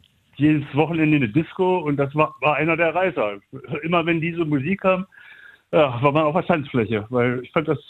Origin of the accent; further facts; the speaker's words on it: Schöningen, Lower Saxony, Germany; Ja, ich komme ja hier aus Niedersachsen, Schöningen